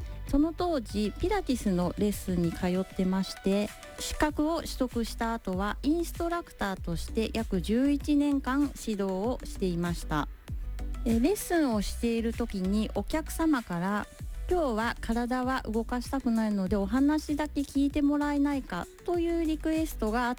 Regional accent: Tokyo, Japan; born there; 1975年東京生まれ

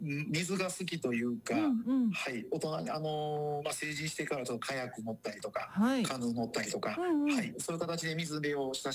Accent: Osaka, Japan; now in Shiga, Japan; 私はもともと大阪出身なんですけども、

